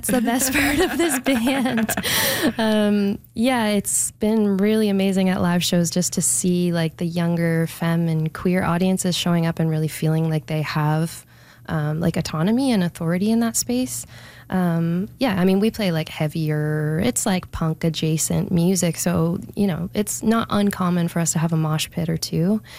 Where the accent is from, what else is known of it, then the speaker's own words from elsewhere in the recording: Fredericton, New Brunswick, Canada; now in Saint John, Canada; I grew up in Fredericton, but I have lived the last few years in St. John